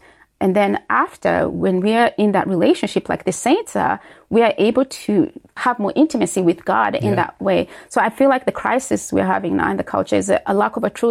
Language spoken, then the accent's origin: English; Uganda; moved away; we grew up in Uganda